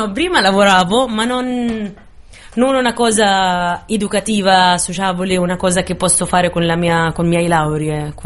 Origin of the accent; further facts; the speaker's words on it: Gaza City, Gaza Strip, Palestine; Italian is a second language; moved away as an adult; also born or lived in Siena, Italy; now in Milan, Italy; Tel El Hawa, una zona che si chiama Tel El Hawa, da Gaza City. … sono di Gaza e sono origine di Gaza, tutti i miei nonni, bisnonni, siamo tutti di Gaza.